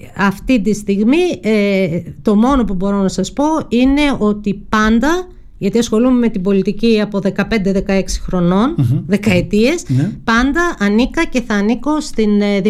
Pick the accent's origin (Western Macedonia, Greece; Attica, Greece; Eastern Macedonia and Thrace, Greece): Western Macedonia, Greece; Kastoria; Ο τόπος μου είναι η Καστοριά.